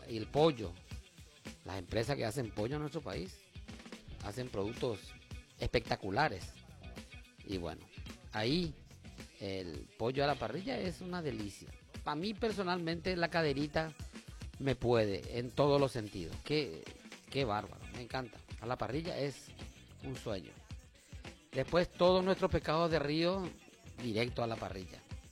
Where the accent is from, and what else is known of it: Paraguay